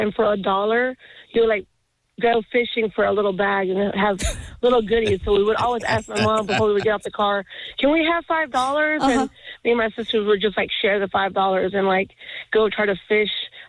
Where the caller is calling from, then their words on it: California, United States; I'm from California